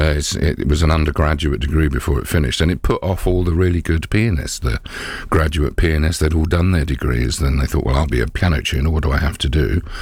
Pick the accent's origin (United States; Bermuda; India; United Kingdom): United Kingdom; Watford, East of England; now in London, United Kingdom; I ended up moving from my hometown in Watford into London